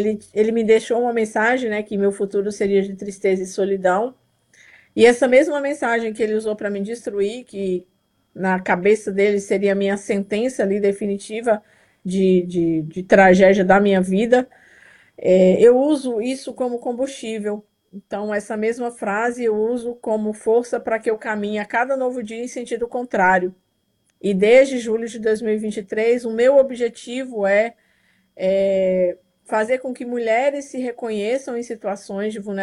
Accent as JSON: {"language": "Portuguese", "town": "Teófilo Otoni", "region": "Minas Gerais", "country": "Brazil", "tie": "born or raised there", "also_born_or_lived": "Belo Horizonte, Minas Gerais", "moved": "as an adult", "lives_now": "Pará, Brazil", "said": "eu sou mineira, estou aqui no estado do Pará, mas sou natural de Teoflotone, Minas Gerais, e vivi 20 anos aí em Belo Horizonte."}